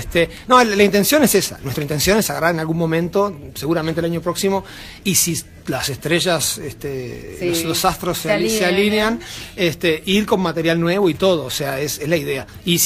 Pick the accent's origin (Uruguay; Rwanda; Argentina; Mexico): Uruguay; nos preguntábamos si éramos uruguayos, porque nos habíamos venido hablando todo el año como mexicanos